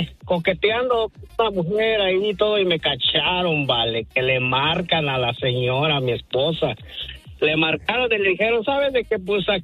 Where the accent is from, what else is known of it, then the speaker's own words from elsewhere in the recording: Michoacán, Mexico; No, ya desde mi tierra natal, Michoacán, Bali